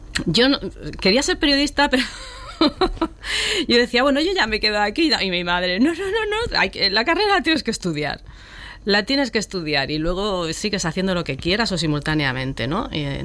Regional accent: Albox, Andalusia, Spain; Yo considero que me he formado como persona, mi adolescencia todo en Albox. Adoro Andalucía, me considero andaluza.

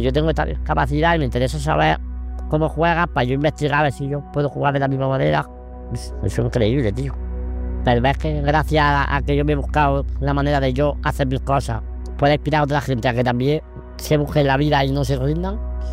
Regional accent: Almería, Andalusia, Spain; Yo por donde voy digo que soy almeriense, y yo con orgullo.

